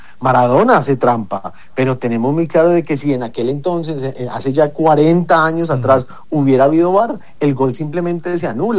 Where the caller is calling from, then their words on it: Colombia; yo quiero empezar como colombiano, evidentemente que soy